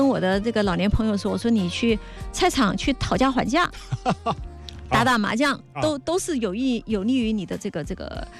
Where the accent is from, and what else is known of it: China